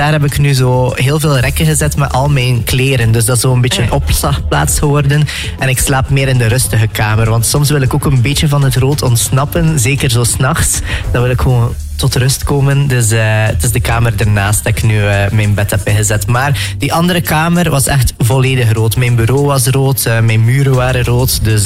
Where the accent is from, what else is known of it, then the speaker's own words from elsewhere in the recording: Ostend, Flanders, Belgium; born there; moved away as an adult; now in Ghent, Belgium; Ik ben voor het weekend in Oostende bij mijn familie. Ik woon nu wel in Gent al een paar jaar.